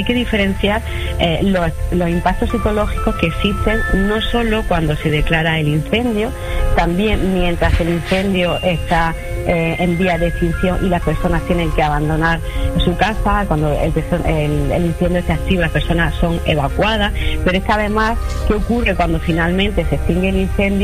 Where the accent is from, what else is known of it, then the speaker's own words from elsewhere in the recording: Andalusia, Spain; yo soy de Belorrubio, relativamente cerca